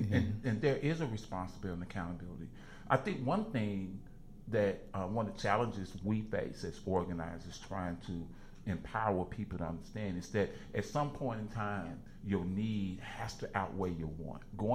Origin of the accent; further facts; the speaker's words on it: Chicago, Illinois, United States; I grew up in the Project Chicago, and, you know, and people were like upset when they tore down the project buildings